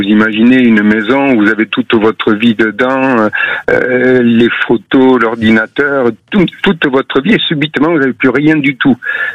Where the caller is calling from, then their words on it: Bouliac, Nouvelle-Aquitaine, France; Non, je suis au Porges, là. J'habite Bouliac.